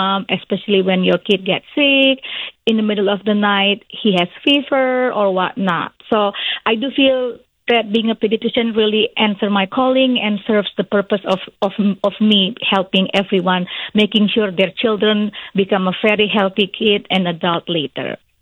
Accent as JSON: {"language": "English", "country": "Indonesia", "moved": "yes", "lives_now": "Appleton, United States", "said": "I am originally from Indonesia, but I have been here for a long time. It's just my accent stays"}